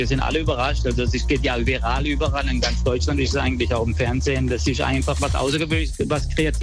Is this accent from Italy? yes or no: yes; Italy; now in Karlsruhe, Germany; ich als Italiener bin ja ein richtiger Nudelesser.